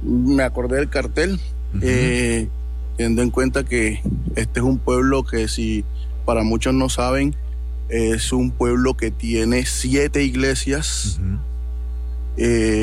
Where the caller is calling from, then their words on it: Mompox, Bolívar, Colombia; estoy ubicado exactamente en un pueblito llamado Mompox, en el departamento de Bolívar.